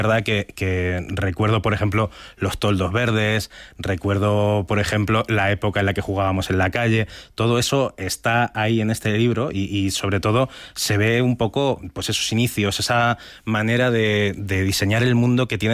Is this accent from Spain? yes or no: yes; Talavera de la Reina, Castilla-La Mancha, Spain; decido quedarme un poco en Talavera, que es de donde soy, y marcarme un poco el cómo va a ser mi vida a partir de ahora. Y yo me doy cuenta de que una parte ineludible de mi vida es lo que yo fui de pequeño